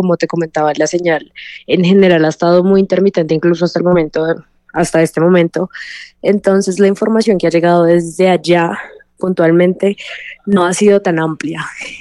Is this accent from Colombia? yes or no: yes; Colombia; y por supuesto pues como colombiana no me queda más que desearle a este gobierno